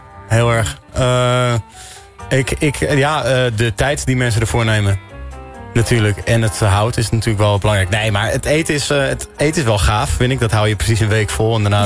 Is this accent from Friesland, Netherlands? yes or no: no; Amsterdam, North Holland, Netherlands; Ik mag het zeggen, want ik ben een Amsterdammer.